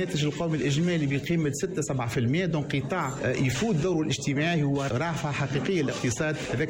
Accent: Tunisia

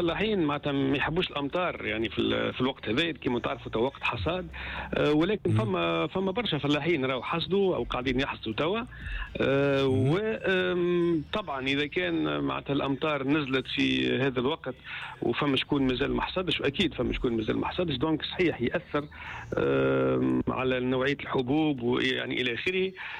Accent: Tunisia

